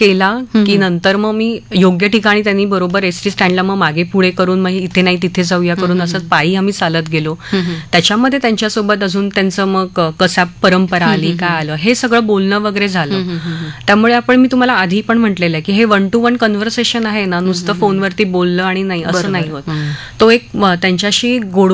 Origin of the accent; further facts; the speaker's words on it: Mumbai, Maharashtra, India; म्हणजे आपल्या कोशामध्ये असतो, मी मुंबईची आहे मी हे ते वगैरे काही नसतं